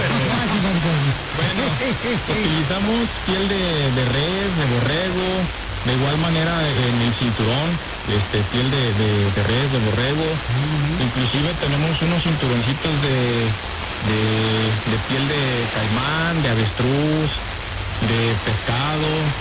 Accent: Dolores Hidalgo, Guanajuato, Mexico; Comenzamos con que yo soy originario de Dolores Hidalgo, Guanajuato. Pues en Guanajuato tenemos muy buenos productos de piel.

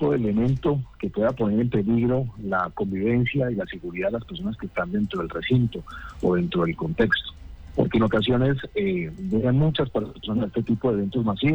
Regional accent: Santander, Colombia; para no olvidarnos de lo que somos como humangueses y como santandereanos.

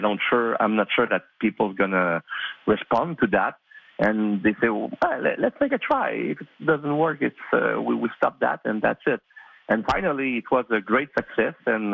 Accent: Drummondville, Quebec, Canada; Drummondville is my hometown. I was born in Drummondville. I grew up in Drummondville. And it's a quiet town.

